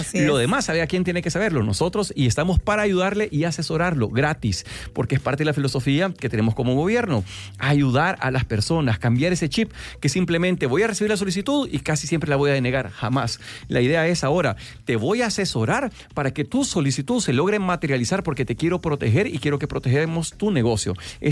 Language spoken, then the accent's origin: Spanish; El Salvador